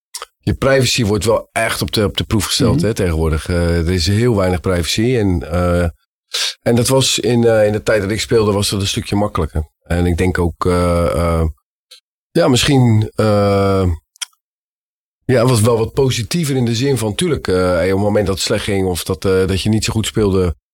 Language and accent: Dutch; Vlaardingen, South Holland, Netherlands; accent: Rotterdam; Ja, Rotterdamse tongval, ja.